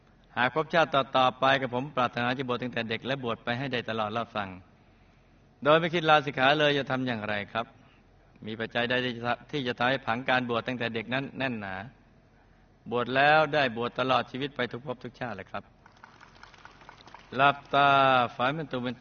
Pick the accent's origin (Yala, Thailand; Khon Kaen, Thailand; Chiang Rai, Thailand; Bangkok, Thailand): Khon Kaen, Thailand; born there; ผมเกิดที่เมืองดอกคูณเสียงแคนจังหวัดขอนแก่นเป็นลูกคนสุดท้องในจำนวนพี่น้องชายล้วน3คน